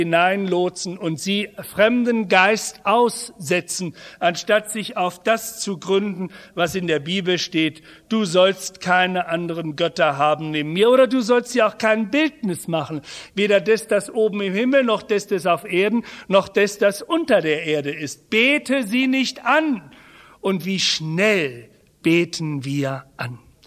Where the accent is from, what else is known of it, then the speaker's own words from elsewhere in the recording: East Germany, Germany; Ich als Kind des Dritten Reiches, ich weiß, wie wir besoffen gemacht worden sind. Ich bin hinterher im Sozialismus weiter groß geworden in der DDR.